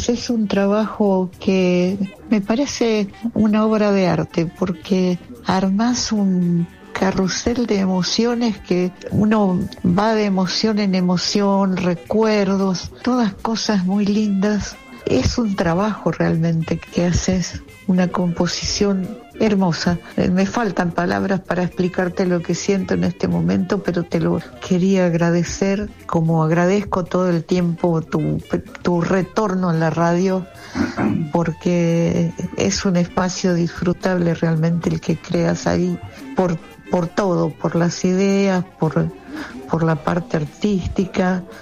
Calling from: Buenos Aires, Argentina; de Villa del Parque.

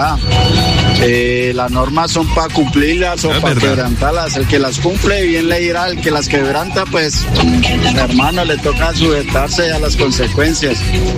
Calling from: Palmira, Valle del Cauca, Colombia; Yo yo vivo en Palmira.

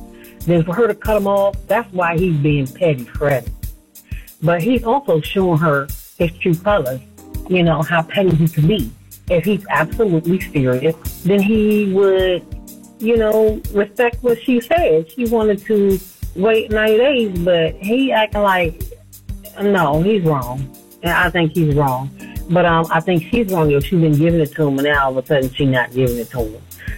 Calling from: Rockville, Maryland, United States

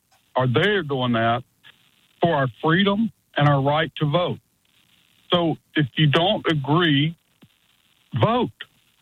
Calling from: Lexington, North Carolina, United States; I am calling from Lexington, North Carolina.

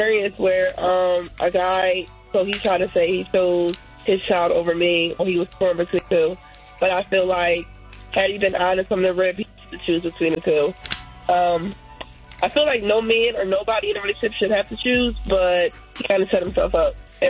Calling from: New Jersey, United States; I'm calling from Jersey.

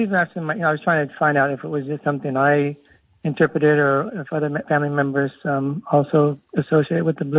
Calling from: San Antonio, Texas, United States; I'm calling from San Antonio.

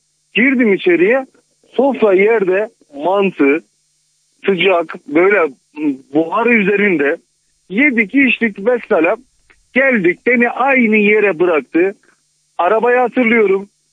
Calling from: Erzurum, Turkey; Erzurum'dan arıyorum.

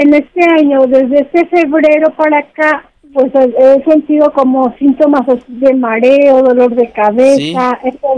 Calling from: San Luis Potosí, Mexico; le hablo de San Luis Potosí.

